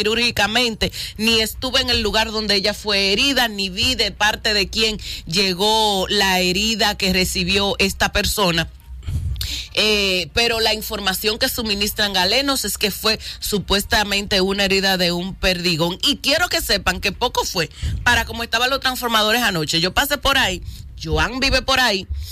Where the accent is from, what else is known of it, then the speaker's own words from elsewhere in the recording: Cibao, Dominican Republic; somos cibaeños.